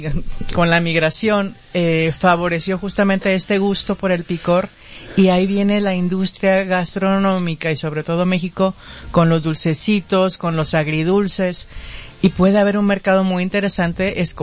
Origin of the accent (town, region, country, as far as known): Chile